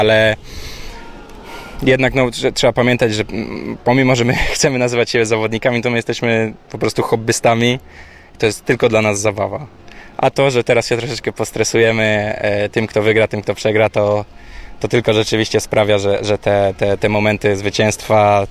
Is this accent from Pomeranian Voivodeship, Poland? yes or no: yes; Gdańsk, Pomeranian Voivodeship, Poland; now in Warsaw, Poland; Dzisiaj mam, ja z Gdańska jestem, a do Warszawy dojeżdżamy cały weekend z tatą, żeby grać.